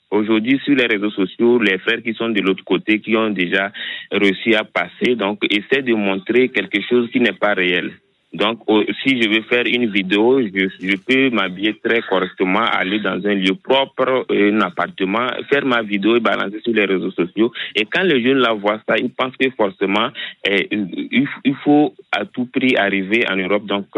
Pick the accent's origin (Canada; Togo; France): Togo; now in Ziguinchor, Senegal